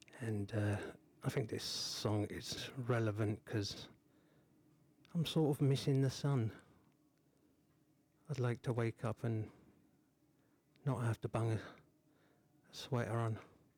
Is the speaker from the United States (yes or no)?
no; England, United Kingdom; now in Saskatoon, Canada; I am not Canadian, I do recognise that this day is something to remember, something to look back on and treasure, really, because my country, England